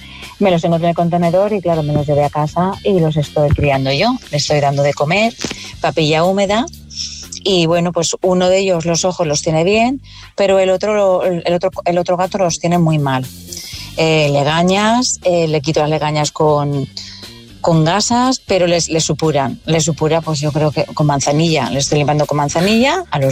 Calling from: Valencia, Valencian Community, Spain; de Valencia.

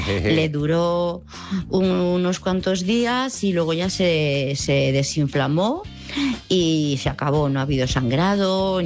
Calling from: Madrid, Community of Madrid, Spain; de Madrid y te voy a contar.

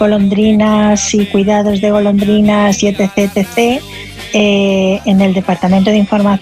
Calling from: Alcalá de Henares, Community of Madrid, Spain; de Alcalá.

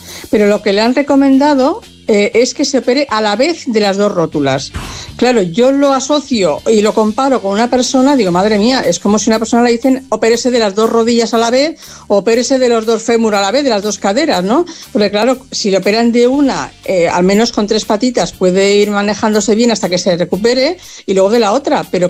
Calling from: Cornellà de Llobregat, Catalonia, Spain; aquí de Cornellá.

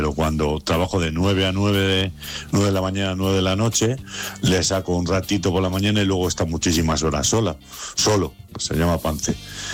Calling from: Madrid, Community of Madrid, Spain; de Vallecas

